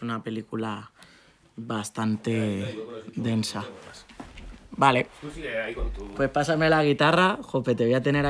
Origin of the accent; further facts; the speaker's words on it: Tornavacas, Extremadura, Spain; estoy componiendo con una base muy fuerte en el bluegrass y en el folclore de mi tierra, Extremadura, Tornavacas, saludito para la gente de allí.